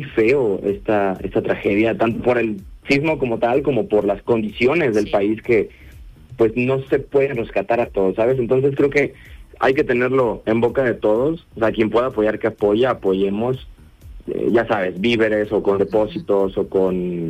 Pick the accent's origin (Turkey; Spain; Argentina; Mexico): Mexico